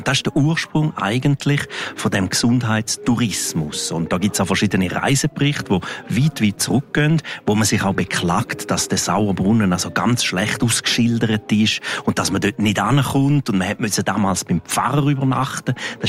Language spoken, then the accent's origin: German; Graubünden, Switzerland; Ich bin in einem Hotel aufgewachsen am Julierpass, Pferdewechselstation, und in unseren Gästebüchern sind viele russische Namen drin gewesen.